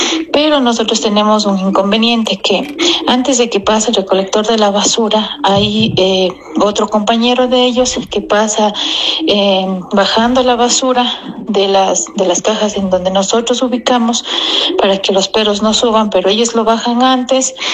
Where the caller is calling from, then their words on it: Ecuador; somos del sector de Miraflores, del barrio Santa Cecilia.